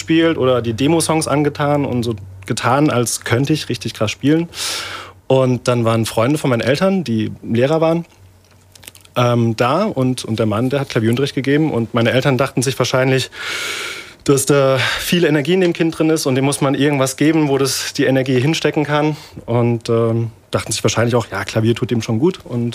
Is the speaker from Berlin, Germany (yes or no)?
no; Birkenheide, Rhineland-Palatinate, Germany; in der Pfalz nennen wir das Kerbe. Und die gibt es bei uns in Birkenheit auch einmal im Jahr. Da gibt es dann 3 mickrige Stände, die Gutzel, Dosen werfen und sonst noch was anbieten. Und als 5-jähriger Knirps habe ich da auch geworfen